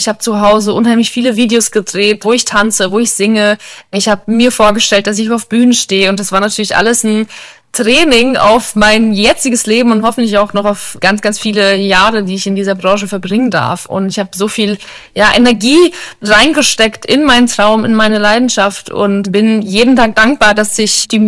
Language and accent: German; Bavaria, Germany; definitiv Bayern, mein Heimatort, wo ich aufgewachsen bin, das Haus meiner Eltern